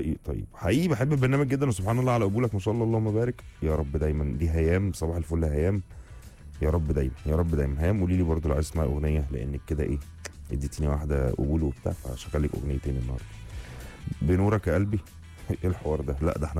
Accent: Sohag, Sohag Governorate, Egypt; طيب السلام عليكم … من سوهاج, عايز اسال سؤال.

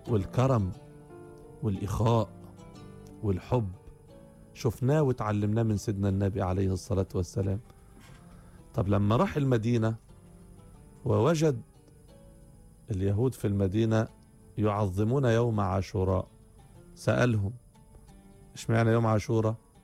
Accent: Egypt; انت مصري وانا مصري

